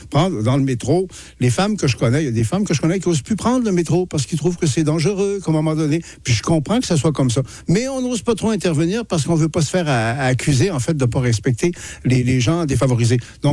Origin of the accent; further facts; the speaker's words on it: Quebec, Canada; c'est une tentation quand on est Québécois. Moi, je suis Québécois aussi